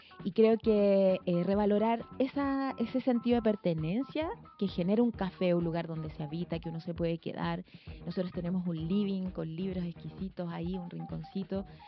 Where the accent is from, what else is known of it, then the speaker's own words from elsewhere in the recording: Santiago, Santiago Metropolitan Region, Chile; moved away as an adult; now in Vicuña, Chile; Yo soy santiaguina, yo digo que soy adoptada por el Elqui. Llegué el 2010.